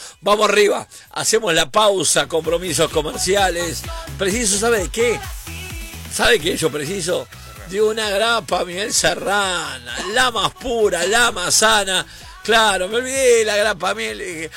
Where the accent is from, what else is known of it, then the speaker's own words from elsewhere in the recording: Uruguay; Nosotros somos Uruguay, nosotros somos la garra charrúa.